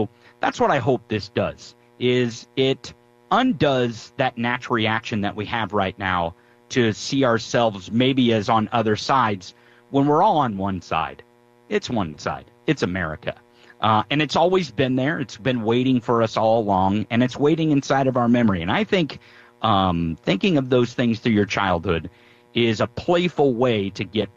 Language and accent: English; Eldon, Missouri, United States; I grew up in Eldon, and my grandparents owned Kaufman Beach Resort at Rocky Mount